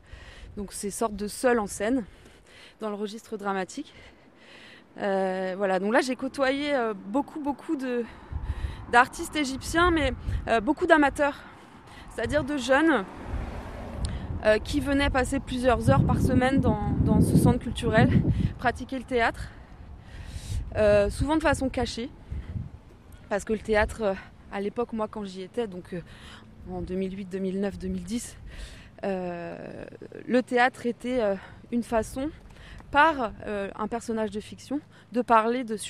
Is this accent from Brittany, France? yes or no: yes; Brittany, France; now in Quimper, France; Alors, j'ai grandi dans le golfe du Morbihan, voilà, dans un lieu baigné de lumière et de douceur. J'ai eu une enfance douce, vraiment. Tranquille, une enfance dans la nature, une enfance au bord de la mer.